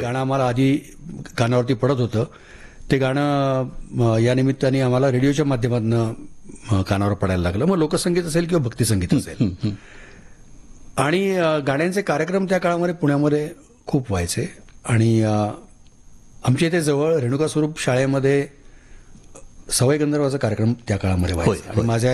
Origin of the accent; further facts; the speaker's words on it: Pune, Maharashtra, India; घरी वासुदेव यायचा आमच्या, माझ्या लहानपणी आतापर्यंत येत होता, म्हणजे मी जोपर्यंत तिकडे सदाशिव पेठेत राहायचो तिथपर्यंत वासुदेव येत होता